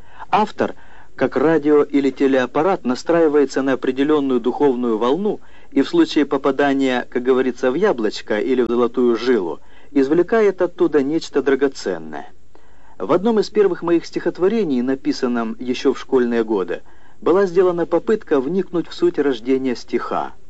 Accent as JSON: {"language": "Russian", "town": "Mariupol", "region": "Donetsk Oblast", "country": "Ukraine", "tie": "born there", "said": "Я родился в Мариуполе, в христианской семье"}